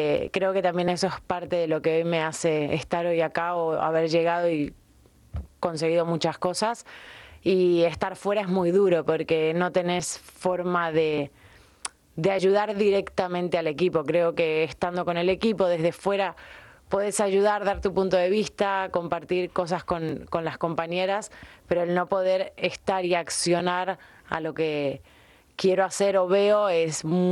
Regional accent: Argentina; moved away; Y sí, soy argentina, pero bueno, de familia alemana.

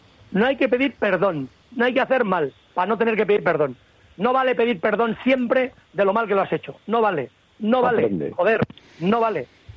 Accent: Bilbao, Basque Country, Spain; Somos de Bilbao. De Bilbao Centro.

